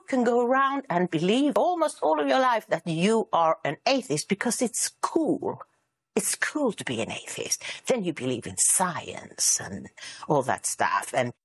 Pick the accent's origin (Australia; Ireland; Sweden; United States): Sweden; I'm from Sweden